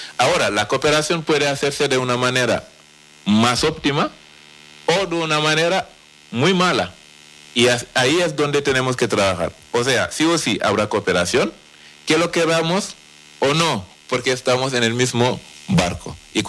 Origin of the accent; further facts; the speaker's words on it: Senegal; now in Canary Islands, Spain; yo soy senegalés, he vivido aquí en Canarias